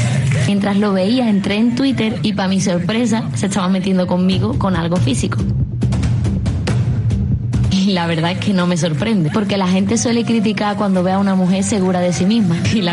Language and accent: Spanish; San Fernando, Andalusia, Spain; tengo 29 años, vengo de Cádiz, de San Fernando.